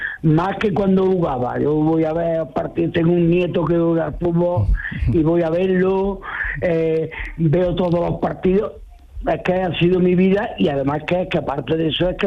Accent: Córdoba, Andalusia, Spain; jugar en el Córdoba, que es mi tierra

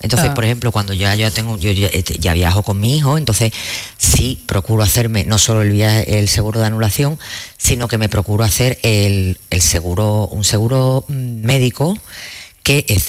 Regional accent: Spain; nosotros tenemos como españoles

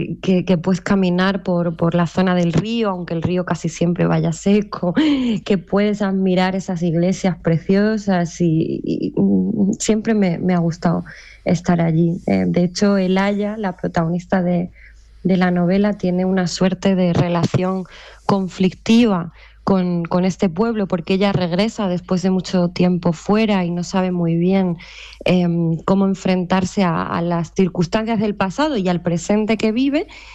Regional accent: Castro del Río, Andalusia, Spain; se parece mucho a mi pueblo, que es Castro del Río, en la campiña cordobesa.

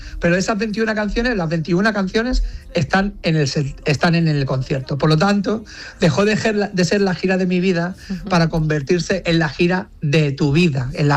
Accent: L'Hospitalet de Llobregat, Catalonia, Spain; Soy nacido en Barcelona, soy de Hospitalet, catalán, de pura cepa, pero

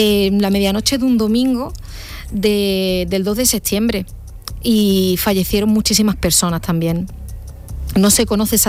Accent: Andalusia, Spain; Yo soy de la Sierra de Aracena y Picos de Aroche y hemos vivido situaciones muy, muy duras

